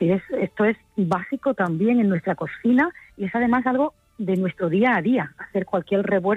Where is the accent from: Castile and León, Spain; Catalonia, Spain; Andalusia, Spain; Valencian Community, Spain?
Andalusia, Spain; Granada; Bueno, yo soy de Granada.